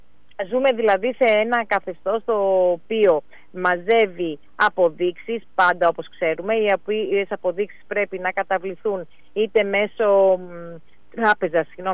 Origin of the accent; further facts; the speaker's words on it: Greece; εμείς σαν Έλληνες και φορολογούμενοι